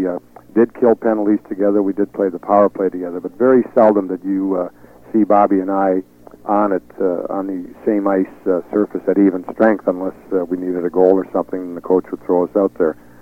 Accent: Canada; As you said, I was raised in Canada, so I learned all my hockey in Canada.

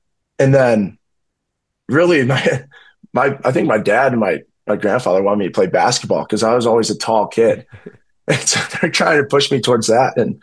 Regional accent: Chicago, Illinois, United States; You know, I'm from Chicago. I'm a diehard Bears fan.

